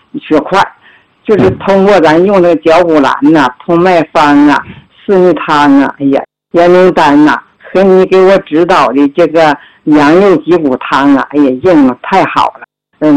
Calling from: Daqing, Heilongjiang, China; 我来自黑龙江大庆市，

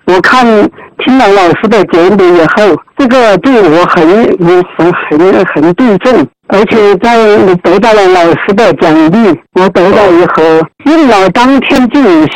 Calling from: Suining, Sichuan, China; 我是来自四川肃宁的一位学员。

